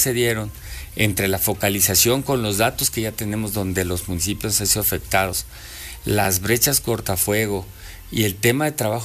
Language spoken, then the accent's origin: Spanish; Puebla, Mexico